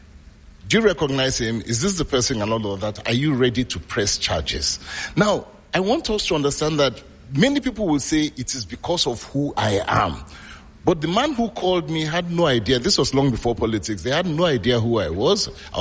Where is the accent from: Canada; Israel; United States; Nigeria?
Nigeria; I have opened offices in many countries as a Nigerian speaking to the Nigerian narrative of being very, very aggressive, not taking no for an answer, pushing what we as Nigerians are good at.